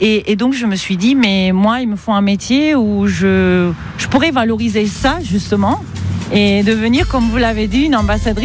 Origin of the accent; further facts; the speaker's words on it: Argentina; moved away as an adult; now in Var, France; Je viens d'Argentine. Mon premier métier, c'était le métier de traductrice. Donc, je parle couramment 4 langues.